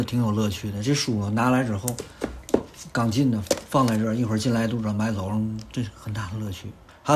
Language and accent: Chinese; Tianjin, China; 还有就是把咱们这个天津净版的图书和咱们天津历史文化的书展示一下咱们天津人的风采。